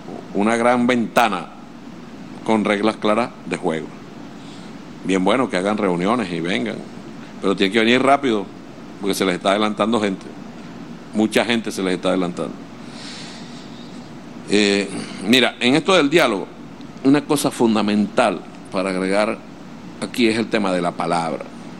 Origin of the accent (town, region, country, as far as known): Venezuela